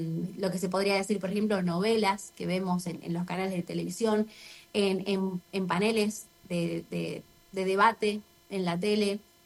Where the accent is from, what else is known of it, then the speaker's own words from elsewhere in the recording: Salta, Argentina; soy yo de Salta